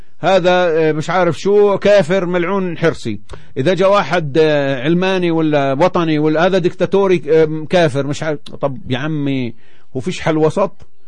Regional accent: Palestine; إحنا ثقافتنا كفلسطينيين وين ما كنا

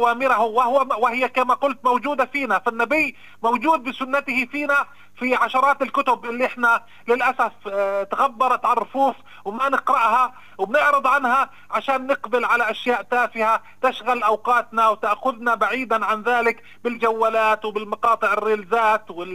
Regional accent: Nablus, Nablus Governorate, Palestine; أنا بحيي مدينتي محافظتي نابلس

